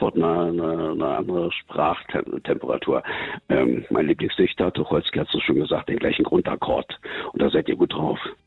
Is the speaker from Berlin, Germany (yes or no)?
yes; Berlin, Germany; now in Austria; aus Berlin bin ich.